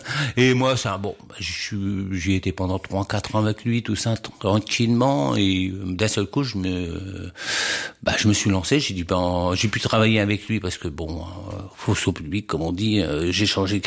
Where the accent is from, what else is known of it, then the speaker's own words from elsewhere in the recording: Chartres, Centre-Val de Loire, France; Oui, je suis originaire de Chartres, je suis né à Rechèvre comme on dit.